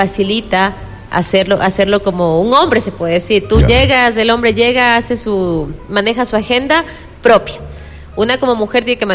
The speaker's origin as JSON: {"language": "Spanish", "town": "Sangolquí", "region": "Pichincha", "country": "Ecuador", "tie": "born or raised there", "said": "Toda la vida. Yo ya nací en el Valle de los Chillos"}